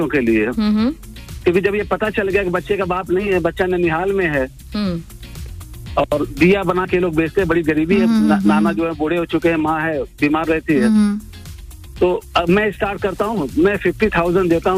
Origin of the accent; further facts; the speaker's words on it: Azamgarh, Uttar Pradesh, India; हम लोग आजमगढ़ से हैं तो वो बड़ी पोएट्री प्लेस है, सारे लोग वहाँ के बड़े बड़े शायर जैसे कैफी साहब आए और सकीन साहब हैं